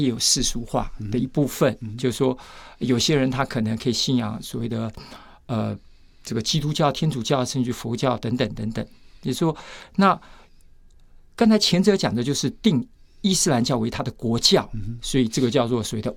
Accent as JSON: {"language": "Chinese", "country": "Taiwan", "said": "我们台湾人很热情"}